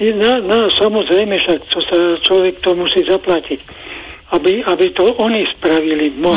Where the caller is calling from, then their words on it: Malacky, Bratislava Region, Slovakia; v Stupave, v Malackách, alebo kde, lebo ja volám od Malaciek.